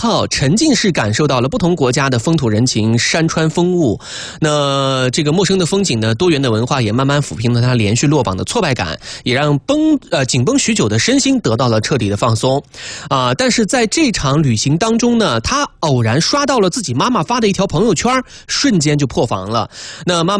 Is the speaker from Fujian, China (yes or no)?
no; Ili, Xinjiang, China; now in Sichuan, China; 伊犁那边天气非常的热